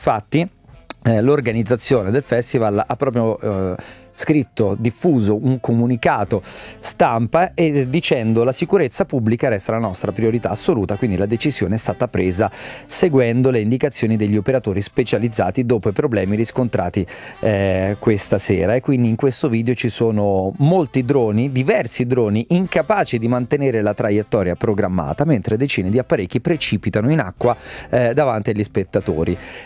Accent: Monte Porzio Catone, Lazio, Italy; Io vengo da un piccolo paesino della provincia di Roma, dei Castelli Romani, da Monte Porzio

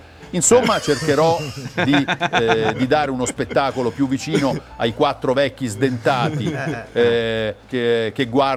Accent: Tuscany, Italy; No, ma che indiano? Io so toscano.

